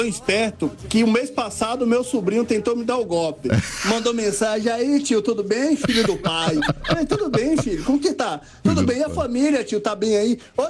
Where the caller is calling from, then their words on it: Bahia, Brazil; Falei, filho, você esqueceu que eu sou baiano? Eu sou baiano também, filho.